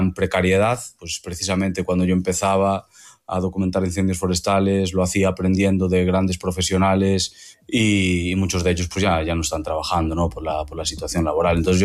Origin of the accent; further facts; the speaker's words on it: Galicia, Spain; trabajando en mi tierra, en Galicia